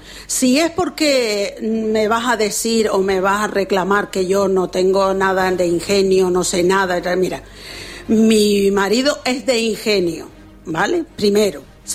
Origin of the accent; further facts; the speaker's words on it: Canary Islands, Spain; la isla de Gran Canaria, que es mi isla.